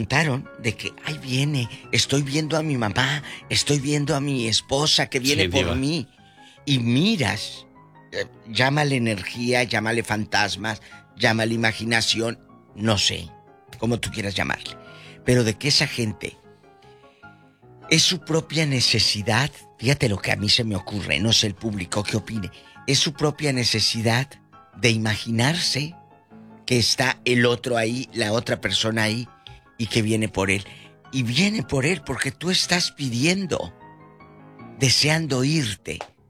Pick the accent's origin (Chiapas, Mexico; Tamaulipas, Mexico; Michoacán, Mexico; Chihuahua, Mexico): Tamaulipas, Mexico; Matamoros; Y ahí en mi tierra, el Matamoros, Tamaulipas.